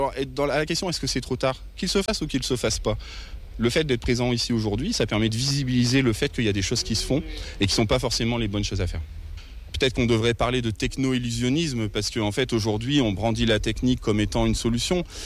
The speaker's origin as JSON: {"language": "French", "town": "Oisy-le-Verger", "region": "Hauts-de-France", "country": "France", "tie": "born or raised there", "also_born_or_lived": "Douai", "said": "Moi, je suis né ici, enfin, je suis pas né ici, je suis né à Douai, mais j'ai fait de 6 ans à 22 ans Oisil-le-Verger, j'ai habité ici, donc je connais bien, c'est ma coin, comme on dit."}